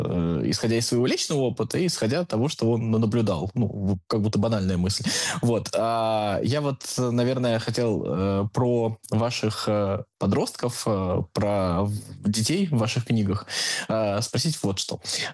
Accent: Tolyatti, Samara Oblast, Russia; born there; Я просто родился в Тольятти

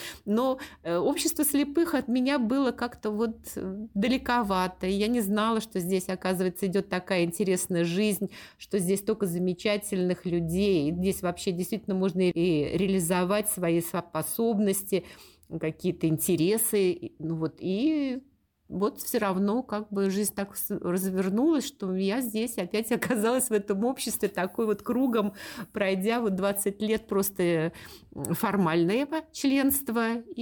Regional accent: Saint Petersburg, Russia; Я родилась в Ленинграде, в семье блокадников, и бабушка у меня с мамой здесь всю блокаду прожили, поэтому у нас вот эти традиции ленинградские, петербургские в семье всегда очень соблюдались и до сих пор как бы соблюдаются.

